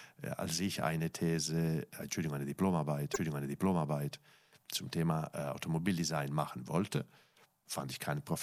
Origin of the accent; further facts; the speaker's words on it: Italy; German is a second language; moved away as an adult; also born or lived in Milan; now in Germany; Als ich als Italiener irgendwann nach Deutschland kam